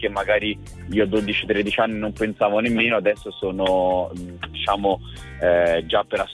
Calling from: Pisa, Tuscany, Italy; Io sono di Pisa, uh-huh. E ho 24 anni, quasi 25.

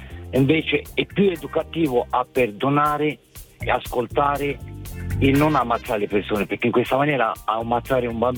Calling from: Siena, Tuscany, Italy

